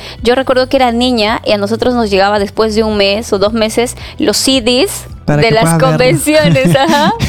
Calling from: Santa Cruz, Bolivia; Estoy sintonizando este evento del Congreso desde Santa Cruz, Bolivia. … de Pampas.

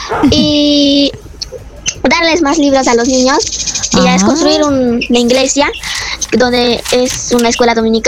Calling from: Pichanaqui, Junín, Peru; de Pichinaki

